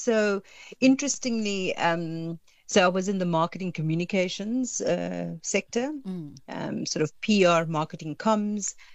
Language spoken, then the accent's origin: English; Cape Town, Western Cape, South Africa; moved away as an adult; I'm originally from Cape Town, and I spent the first 10 years of my career there